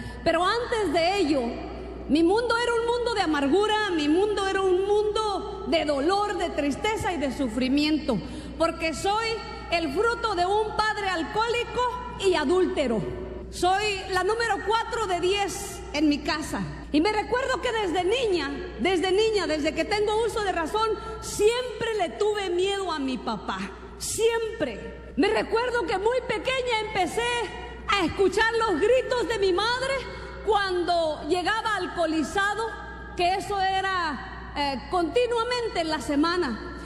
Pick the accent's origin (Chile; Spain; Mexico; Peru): Mexico; moved away; Cuando salí de México, juré que ni en mi lecho de muerte los iba a perdonar.